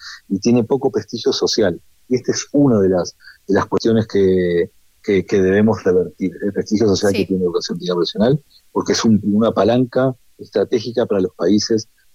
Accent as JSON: {"language": "Spanish", "country": "Argentina", "moved": "as an adult", "lives_now": "Spain", "said": "soy un argentino que vive hace casi 15 años"}